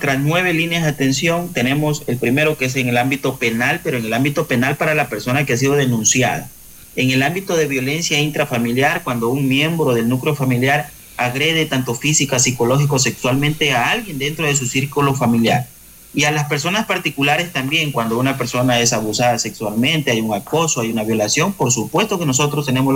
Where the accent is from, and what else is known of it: Ecuador